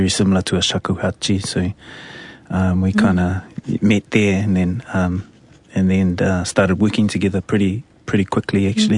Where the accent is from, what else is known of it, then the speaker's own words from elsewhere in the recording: New Zealand; On my grandmother's side, I am from the Rangitike, which is Mōkai Poatea, Kahungunu, and then across to Ngāti Rangi, which is the mountains, Ruapehu, and then down the Whanganui River.